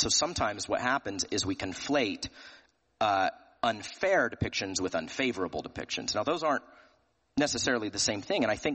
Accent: Tennessee, United States; I'm from Tennessee.

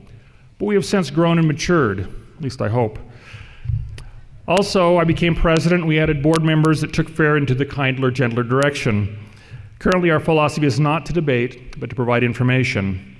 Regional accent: Redding, California, United States; I hate to tell you this, I'm from Redding, California

